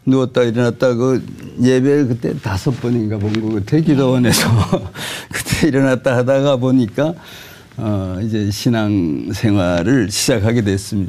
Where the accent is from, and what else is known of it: Taebaek, Gangwon, South Korea; born or raised there